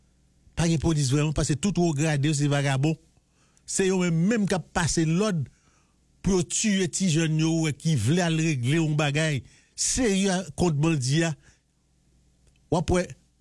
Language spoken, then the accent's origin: French; Haiti; En tant qu'haïtien, l'homme on a parlé de l'armée, l'armée a gagné pile pour le raconter.